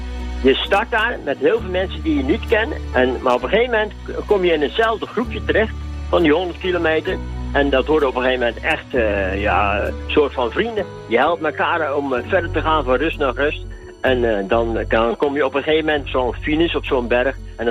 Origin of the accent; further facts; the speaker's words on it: Dordrecht, South Holland, Netherlands; uit Dordrecht. Ik ben 68 jaar.